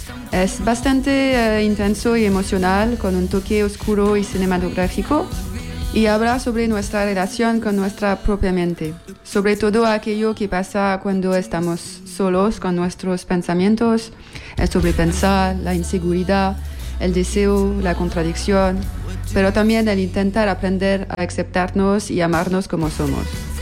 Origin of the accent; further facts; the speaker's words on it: France; now in Barcelona, Spain; yo soy francesa